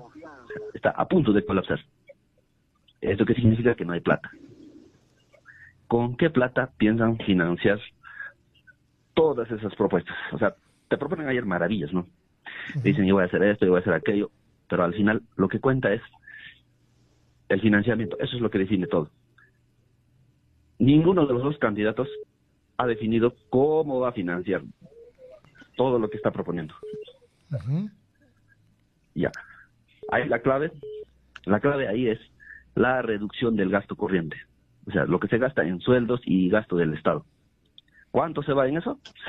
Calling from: Juliaca, Puno, Peru; Buenos días … de Juliaca.

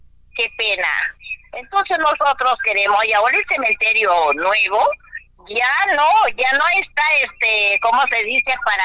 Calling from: Íllimo, Lambayeque, Peru; Desde Íllimo, mi reina, desde Íllimo

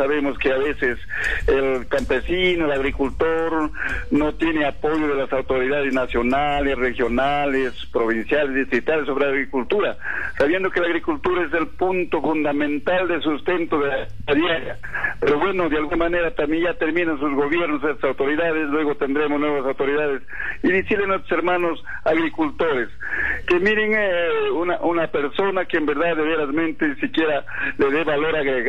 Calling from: José Sabogal, Cajamarca, Peru; Radio Continente, de José Sabogal, San Marcos.

